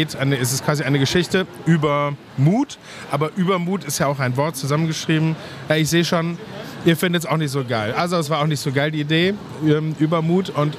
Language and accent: German; Leverkusen, North Rhine-Westphalia, Germany; 51 Jahre, ich komme aus Leverkusen, das ist eine kleine hässliche Stadt in Nordrhein-Westfalen